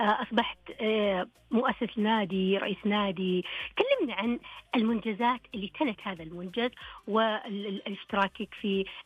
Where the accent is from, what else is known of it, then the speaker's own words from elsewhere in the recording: Asir, Saudi Arabia; المفروض أني أعرف، أنا بنت عسير، ثريف الدخن.